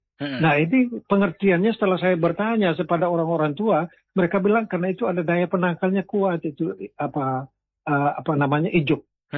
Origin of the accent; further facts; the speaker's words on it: East Nusa Tenggara, Indonesia; karena saya lebih banyak tahu secara entitas tentang budaya saya orang Lio.